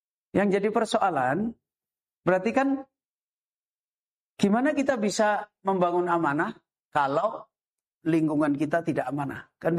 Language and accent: Indonesian; Semarang, Central Java, Indonesia; Saya itu hidup di kampung preman. lingkungan saya, kampung saya, kampung preman, Tambak Lorok, Semarang, yang pernah didatangi Presiden Jokowi zaman dulu.